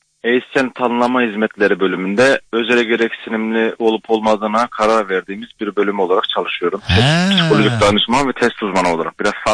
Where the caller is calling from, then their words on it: Kayseri, Turkey; Kayseri'den arıyorum